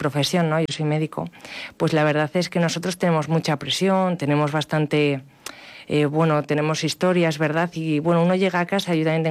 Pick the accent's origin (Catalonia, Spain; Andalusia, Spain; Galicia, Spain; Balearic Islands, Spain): Catalonia, Spain; Salou; yo soy de Salou.